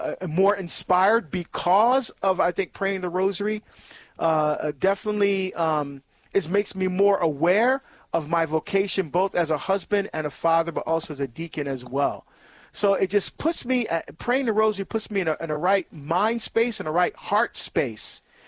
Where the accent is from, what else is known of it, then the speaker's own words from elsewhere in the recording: Hillside, New Jersey, United States; I grew up in Christ the King in Hillside, New Jersey.